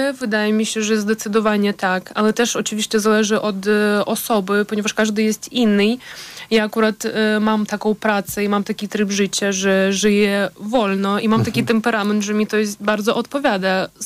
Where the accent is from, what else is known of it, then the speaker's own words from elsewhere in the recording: Ukraine; Nie będę wszystkich bronić, bo jestem Ukrainką.